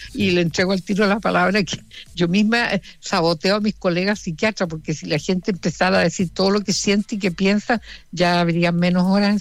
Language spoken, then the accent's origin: Spanish; Puerto Montt, Los Lagos, Chile; born there; yo nací en Puerto Montt el año 43.